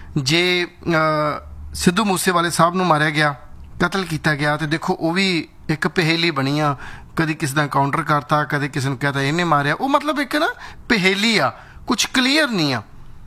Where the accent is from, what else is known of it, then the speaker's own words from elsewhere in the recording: Punjab, India; ਅਸੀਂ ਕਹਿੰਦੇ ਮਾਲਵੇ ਚ ਕਰੁੰਬਲਾ